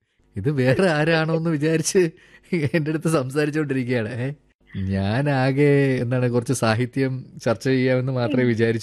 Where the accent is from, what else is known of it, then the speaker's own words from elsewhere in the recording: Thiruvananthapuram, Kerala, India; TVMൽ നിന്നാണ്.